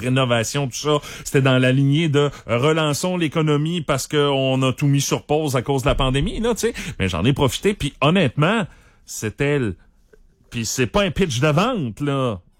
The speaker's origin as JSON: {"language": "French", "town": "Rimouski", "region": "Quebec", "country": "Canada", "tie": "born or raised there", "said": "J'ai grandi à Pointe-au-Père, puis à Rimouski-Est."}